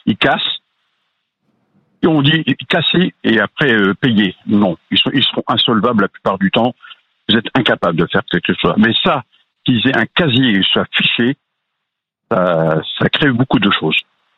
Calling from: Pays de la Loire, France; De Mareuil-sur-Loire, près de la Flèche, dans le 72

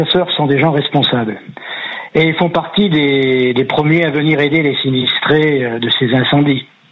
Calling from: Auvergne-Rhône-Alpes, France; Alors je vous appelle depuis Guillaume, dans le Puy-de-Dôme.

